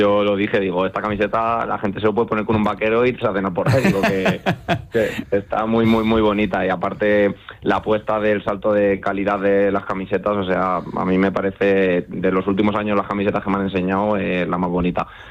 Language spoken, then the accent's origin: Spanish; Madrid, Community of Madrid, Spain; soy de Vallecas y soy muy zalamero